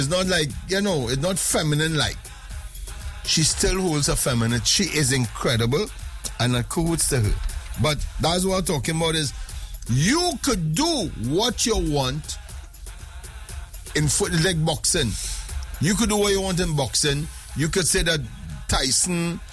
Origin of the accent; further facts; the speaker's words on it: Trinidad & Tobago; I have a Trinidad passport, sir. I'm a Trinidadian.